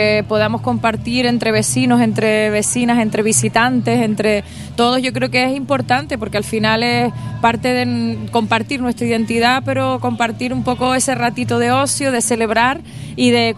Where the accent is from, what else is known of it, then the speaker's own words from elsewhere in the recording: Canary Islands, Spain; yo, que me siento pues muy canaria